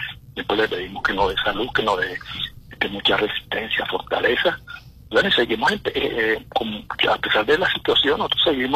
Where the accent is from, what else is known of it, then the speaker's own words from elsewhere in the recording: Venezuela; reencontrarlo como país, como venezolano